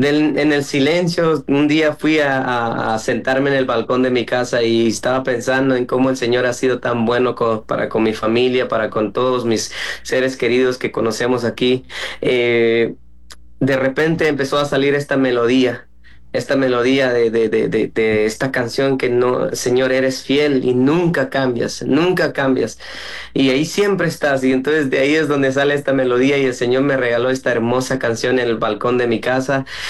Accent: Guatemala; now in Miami, United States; Sí, soy de Guatemala, pero radico en Miami ahora.

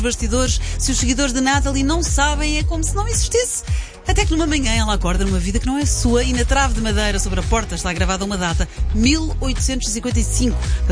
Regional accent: Portugal; Sou portuguesa.

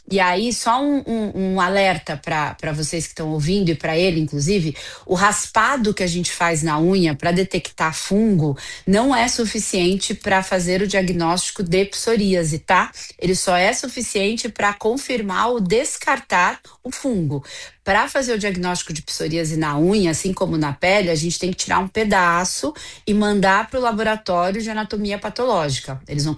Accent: Araraquara, São Paulo, Brazil; eu sou de Araraquara, minha família

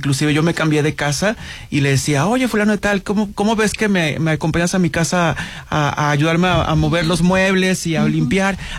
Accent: southern Mexico, Mexico; moved away; personas que somos chaparritos, morenitos, bla bla, cuando llenamos ciertas características físicas que se le connotan mucho al

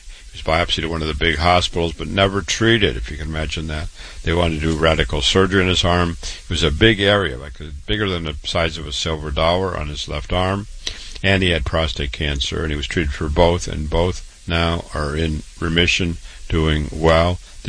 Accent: Waterloo, Iowa, United States; now in New York, United States; born and raised in Waterloo, Iowa

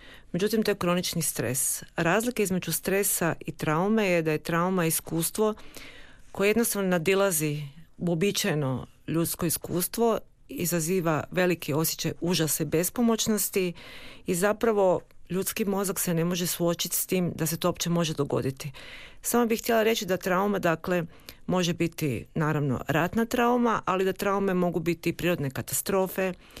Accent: Osijek, Osijek-Baranja County, Croatia; Došla sam iz Osijeka u Zagreb i bavila sam se isključivo

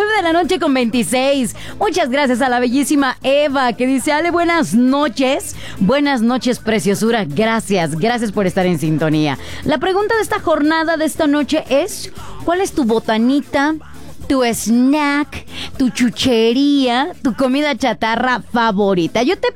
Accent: Morelia, Michoacán, Mexico; moved away; Allá en Morelia, en todos lados, son esos.

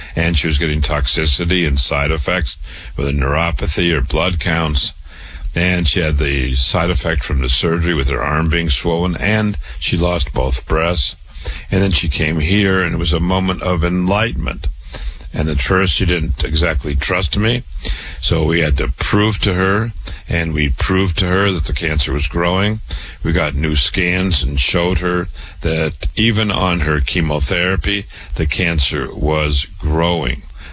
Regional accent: Waterloo, Iowa, United States; I was born and raised in Waterloo, Iowa.

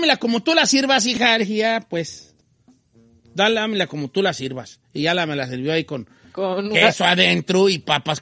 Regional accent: Michoacán, Mexico; Yo soy de Michoacán.

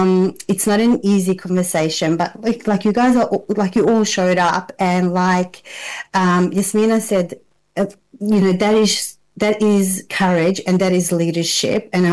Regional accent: Zvornik, Republika Srpska, Bosnia & Herzegovina; I'm from Zvornik, which is like a tiny little town near Srebrenica.

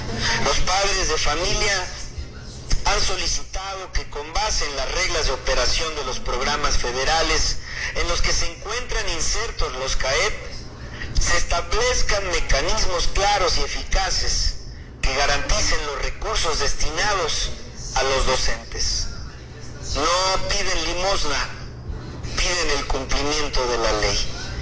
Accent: Acapulco, Guerrero, Mexico; En Acapulco, el lugar de donde soy originario, de donde nací

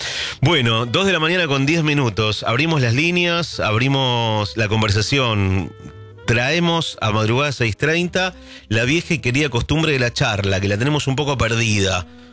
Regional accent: Argentina; Y somos tan argentinos que bueno, a veces está bueno retomar esa costumbre para estos momentos que fundaron la patria.

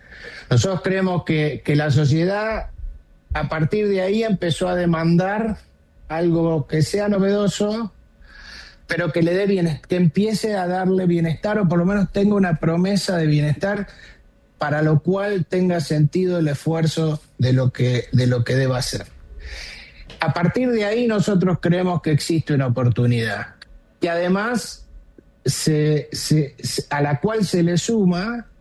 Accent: Argentina; Nosotros somos empresarios que vivimos, nacimos, fuimos criados y vivimos en la Argentina, con nuestra familia en Argentina.

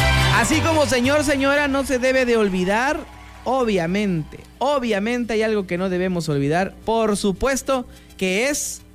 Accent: Mexico; También ya tengo mi bandera mexicana, ya la puse allá en mi balcón, orgullosamente mexicano, que lo vean los colombianos que viven ahí mismo junto, en el mismo edificio, que lo vean que somos mexicanos.

